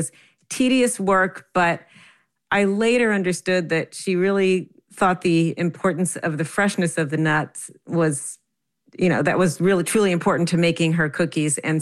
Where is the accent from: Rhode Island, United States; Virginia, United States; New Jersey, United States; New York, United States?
New Jersey, United States; growing up in New Jersey, which is where I grew up